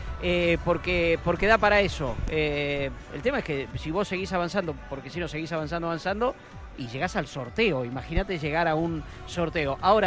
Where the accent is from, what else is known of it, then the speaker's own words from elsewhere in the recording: Puan, Buenos Aires Province, Argentina; moved away; la bandera de Puan. Está la bandera de mirá, mi pueblo allá.